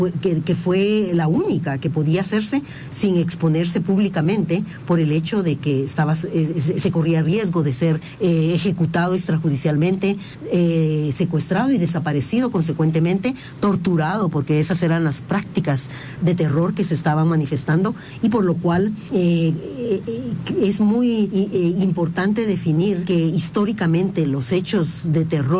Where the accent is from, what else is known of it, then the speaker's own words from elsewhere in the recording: Guatemala; Todos, desde el momento en que somos ciudadanos guatemaltecos, tenemos garantías judiciales que deben ser respetadas.